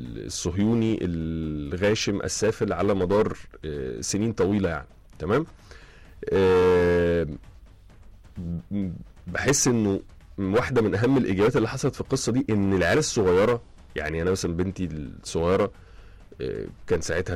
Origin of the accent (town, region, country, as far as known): Egypt